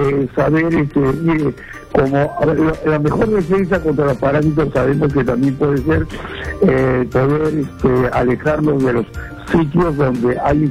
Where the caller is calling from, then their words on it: Lima, Peru; yo soy un hombre de pueblo, vivo en San Juan de Urigancho